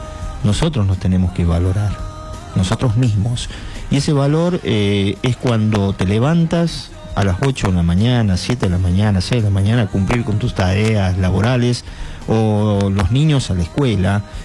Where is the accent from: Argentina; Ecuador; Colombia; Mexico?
Argentina; todos seguimos siendo argentinos.